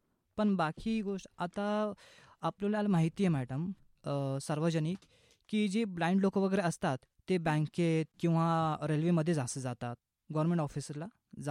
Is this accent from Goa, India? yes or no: no; Pune, Maharashtra, India; also born or lived in Bihar / Aurangabad (Chhatrapati Sambhajinagar) / Ahmednagar; तसं तर मी पुण्यातला राहणारा आहे आणि माझं जन्मस्थान बिहार असून मी 5 वर्षाचा असताना पुण्यात राहतो आणि सध्या मी 23 वर्षाचा आहे।